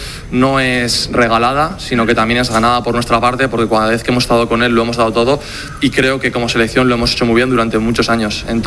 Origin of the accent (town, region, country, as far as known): Navarre, Spain